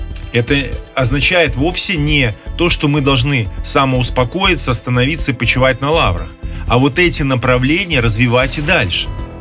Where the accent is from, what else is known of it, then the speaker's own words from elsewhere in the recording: Minsk, Belarus; Но вот я вырос в Минске, будучи школьником в конце 80-х годов.